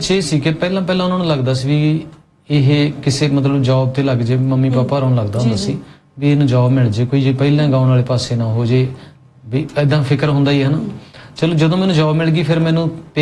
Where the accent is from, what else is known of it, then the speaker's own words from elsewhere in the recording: Mahabaddar, Punjab, India; now in Bathinda, India; ਮੇਰਾ ਪਿੰਡ ਤਾਂ ਮੁਕਤਸਰ ਸਾਹਿਬ ਦੇ ਨਾਲ ਹੈ ਜੀ ਮਹਾਬੱਦਰ ਪਿੰਡ ਮੈਂ ਗੀਤਾਂ ਦੇ ਵਿੱਚ ਵੀ ਪਾਉਣਾ ਉਹ ਤੇ ਰਹਾਇਸ਼ ਬਠਿੰਡਾ ਤੇ ਮੈਂ ਬਸ 10ਵੀਂ ਪਿੰਡ ਤੋਂ ਕੀਤੀ